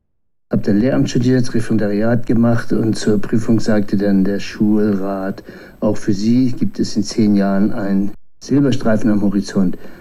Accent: Lüneburg, Lower Saxony, Germany; Naja, ich bin in Lüneburg geboren, auf dem Dorf, 10 Kilometer weiter aufgewachsen, zum Johanneum gegangen

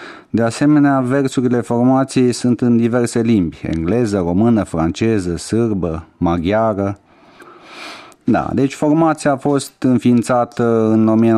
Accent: Lipova, Arad County, Romania; moved away as an adult; now in Stuttgart, Germany; formată în orașul meu natal, Lipova. Am avut câțiva ani de activitate. Eu i-am părăsit în 2010 când am venit în Stuttgart

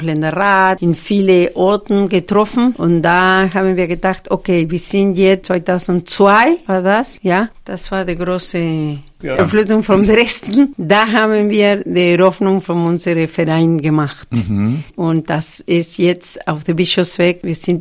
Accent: Argentina; German is a second language; now in Germany; ich komme aus Argentinien

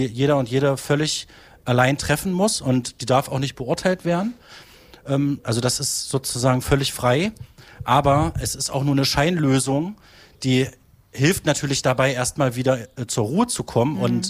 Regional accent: Halberstadt, Saxony-Anhalt, Germany; Halberstadt ist meine Heimat, ich bin hier aufgewachsen, ich kenne hier fast jeden Winkel

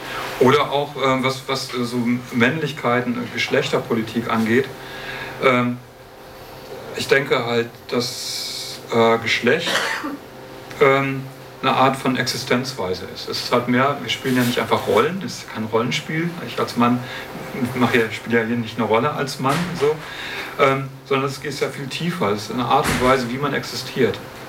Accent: Münster, North Rhine-Westphalia, Germany; Also ich komme aus Münster, also ohne Neu. Ich komme aus Münster und in Münster ist eine Studierendenstadt.

